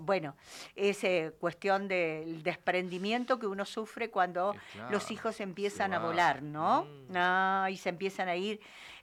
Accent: Entre Ríos, Argentina; now in Río Gallegos, Argentina; Cuando yo vine de Entre Ríos acá a Río Gallegos era por carta la comunicación.

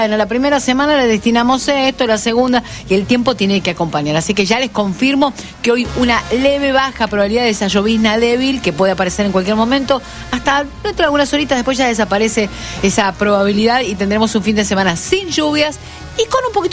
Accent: Argentina; Me quedo en Argentina

